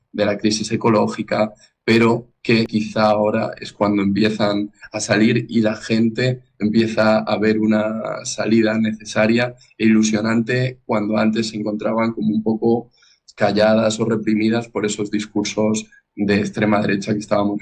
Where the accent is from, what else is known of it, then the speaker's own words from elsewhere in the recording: Ávila, Castile and León, Spain; yo tenía 14 años con el 15M, entonces, y además soy de Ávila, soy de una ciudad que está cerca de Madrid, pero en Castilla y León, en otro sitio.